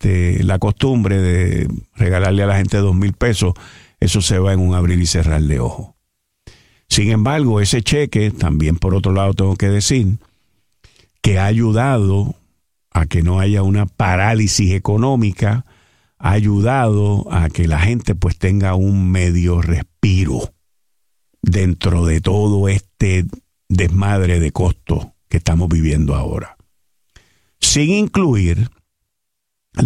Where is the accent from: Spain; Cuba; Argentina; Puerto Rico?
Puerto Rico; conociendo como somos nosotros los boricuas